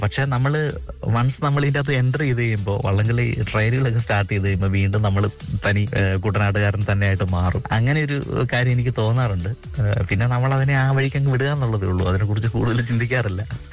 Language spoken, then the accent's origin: Malayalam; Kumarakom, Kerala, India